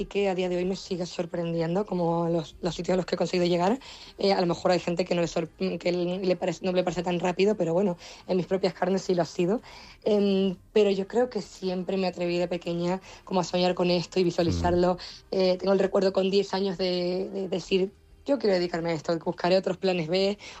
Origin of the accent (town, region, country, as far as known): La Palma, Canary Islands, Spain